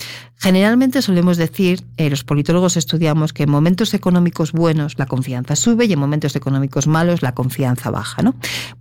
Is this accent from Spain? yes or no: yes; Spain; moved away; En mi país, por ejemplo, yo vengo de España